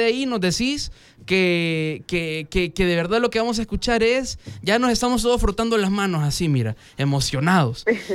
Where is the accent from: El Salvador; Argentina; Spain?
El Salvador; hay que reconocer que como salvadoreños somos un poco de dejarlo a última hora.